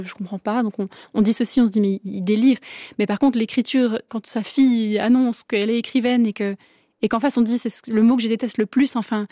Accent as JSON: {"language": "French", "region": "Romandy", "country": "Switzerland", "said": "en tant que Suisse, que Suisse romande."}